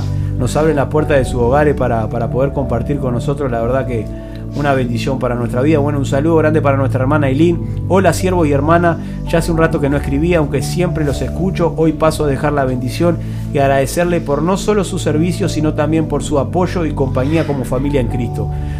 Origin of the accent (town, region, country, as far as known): Treinta y Tres, Uruguay; now in Maldonado, Uruguay